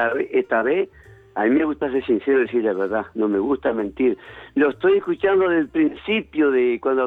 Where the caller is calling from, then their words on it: Victoria, Argentina; el Victoriense.